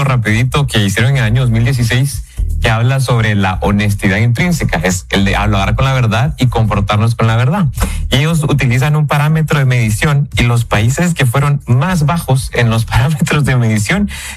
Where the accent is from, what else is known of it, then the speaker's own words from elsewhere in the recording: Guatemala; que como guatemaltecos cambiemos esa realidad, cambiemos estadísticas y seamos una cultura que habla con la verdad.